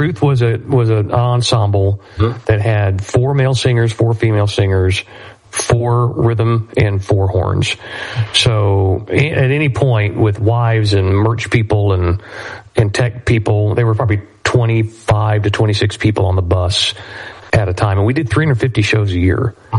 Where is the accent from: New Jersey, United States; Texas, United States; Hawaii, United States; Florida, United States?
Texas, United States; Waco; Growing up in Waco